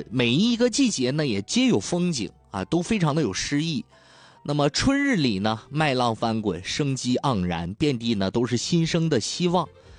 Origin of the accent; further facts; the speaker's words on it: Heilongjiang, China; now in Dalian, China; 在我老家那边黑龙江那边